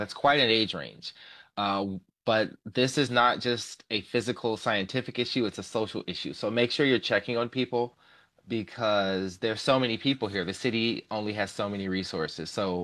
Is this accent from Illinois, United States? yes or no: yes; Chicago, Illinois, United States; moved away; I'm actually from Chicago.